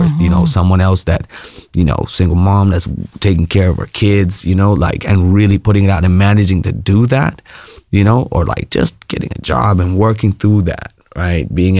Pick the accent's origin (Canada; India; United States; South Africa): India; first language Malayalam; English is a second language; we're out there in Bangalore, which people don't speak Malayalam, which is my native tongue